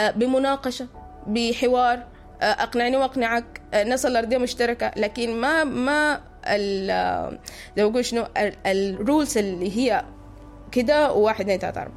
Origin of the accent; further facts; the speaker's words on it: Sudan; يعني انا لما اقول الليلة انا سودانية، انا عاداتي وتقاليدي هي اللي بتورينا ان مثلا انا سودانية